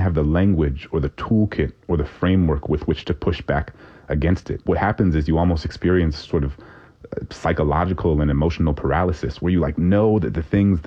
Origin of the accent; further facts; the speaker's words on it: New Orleans, Louisiana, United States; these Confederate statues in my hometown of New Orleans, come down in May of 2017.